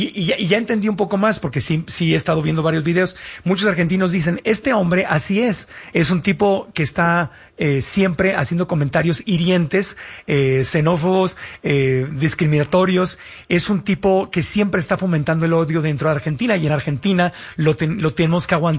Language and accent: Spanish; Mexico; como los mexicanos sí. salimos a condenar el cervezazo que le dieron a la ecuatoriana